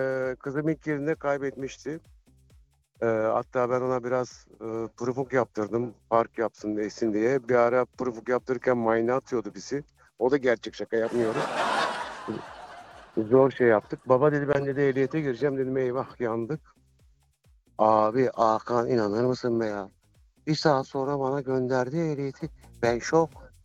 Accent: Thrace, Turkey; Abi ben Trakyalıyım ben ya.

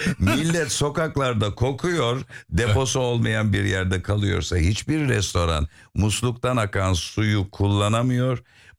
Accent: Bodrum, Muğla, Turkey; born there; hem ikametim Bodrum'da hem nüfusum orada. Çünkü annemin yaptığı ikinci evlilikten dolayı ben Bodrumlu oldum ta 70'lerin başından itibaren. Şimdi orası benim memleketim.

